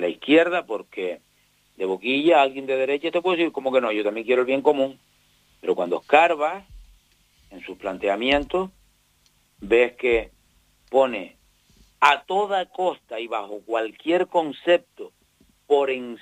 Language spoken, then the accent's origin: Spanish; Canary Islands, Spain; nuestro origen y nuestra entrada como pueblo canario